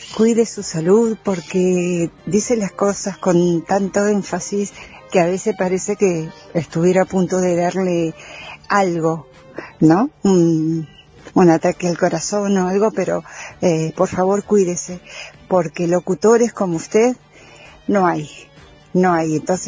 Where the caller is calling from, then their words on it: Rama Caída, Mendoza, Argentina; soy de Rama Caída